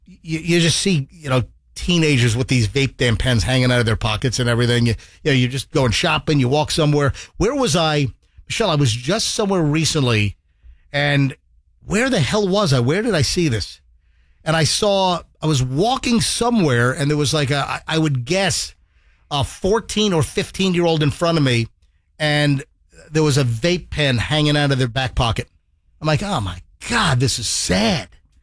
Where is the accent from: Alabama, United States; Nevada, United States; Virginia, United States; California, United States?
Virginia, United States; Virginia Beach; now in Hillsborough County, Florida, United States; When I was growing up in Virginia Beach